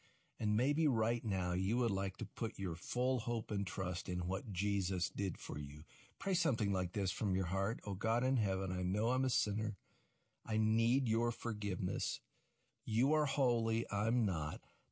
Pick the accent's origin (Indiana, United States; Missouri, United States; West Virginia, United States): West Virginia, United States; It was so encouraging to hear from a young business owner in my home state of West Virginia